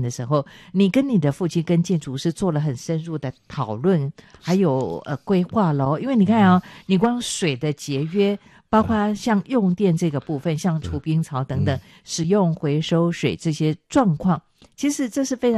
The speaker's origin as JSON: {"language": "Chinese", "town": "Minxiong", "region": "Chiayi County", "country": "Taiwan", "tie": "born or raised there", "moved": "yes", "said": "像我是嘉义人，其实对我来讲，我愿意从我的老家在大鸟民雄"}